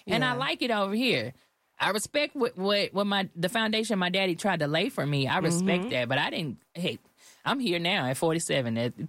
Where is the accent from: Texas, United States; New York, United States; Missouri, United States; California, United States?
Texas, United States; Houston; I grew up in Clear Lake